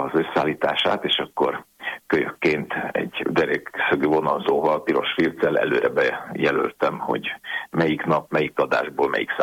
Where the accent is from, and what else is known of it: Hungary